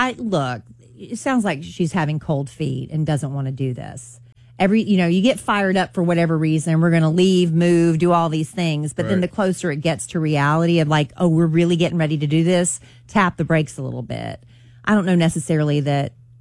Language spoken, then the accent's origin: English; United States; born there